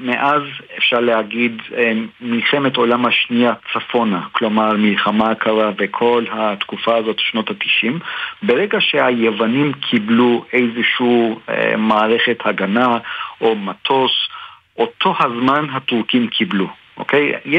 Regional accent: Turkey; moved away as an adult; now in Israel; אני מן הסתם גדלתי שם וחייתי שם 22 שנה.

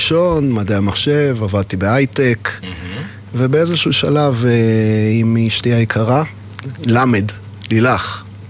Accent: Jerusalem, Jerusalem District, Israel; אז אני יליד ירושלים.

